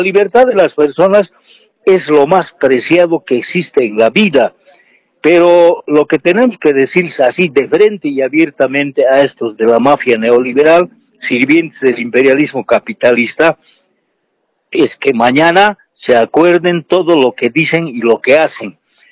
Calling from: Cochabamba, Bolivia; de la zona sur de Cochabamba.

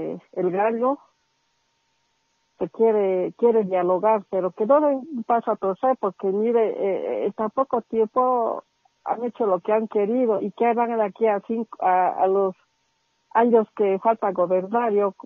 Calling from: Uyuni, Potosí, Bolivia; Hablo de Uyuni.

